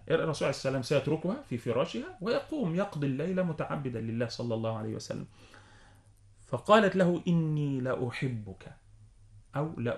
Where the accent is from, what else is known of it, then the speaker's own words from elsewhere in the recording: Egypt; باللغة العامية الطيبة بتاعتنا كمصريين